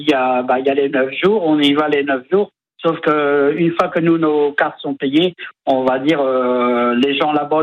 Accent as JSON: {"language": "French", "town": "Caen", "region": "Normandy", "country": "France", "tie": "born or raised there", "moved": "yes", "lives_now": "L'Aubrière, France", "said": "moi je suis originaire de Caen"}